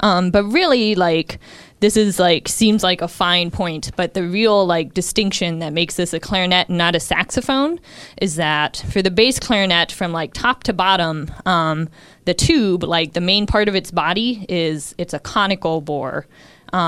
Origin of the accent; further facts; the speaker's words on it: Midwest, United States; moved away as an adult; also born or lived in Wisconsin; now in Pittsburgh, United States; undergrad, which I did back in Wisconsin, I'm from the Midwest